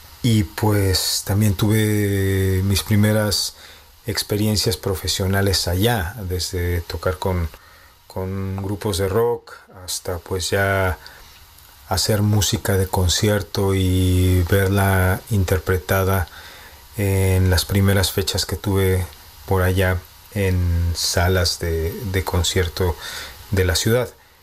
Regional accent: Mexico City, Mexico; accent: Mexico City; also born or lived in Tamaulipas; now in Czech Republic; si me escuchas hablar, pues mi acento parece más de la Ciudad de México que de Tamaulipas, porque viví gran parte de mi vida ya prácticamente hasta que me mudé a la República Checa.

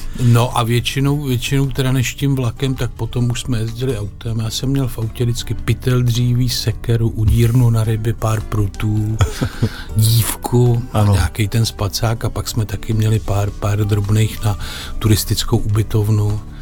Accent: Topolany, South Moravian Region, Czechia; my jsme od Vyškova kousek z Topolen z takového hospodářství

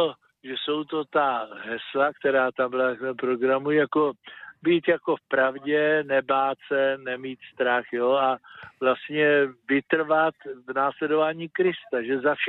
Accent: Moravské Budějovice, Vysočina Region, Czechia; Já to říkám, protože taky jsem tady doma, to je moje rodiště, já jsem absolvent stejného gymnázia v Moravských Budějovicích jako pater Bula

